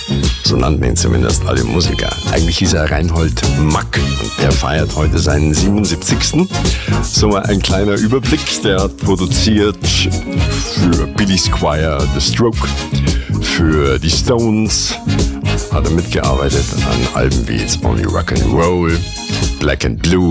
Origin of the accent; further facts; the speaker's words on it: Munich, Bavaria, Germany; Damals, in meiner alten Heimat in München, gab es ein Studio, die Musicland Studios, in denen entstanden einige der größten Welthits überhaupt.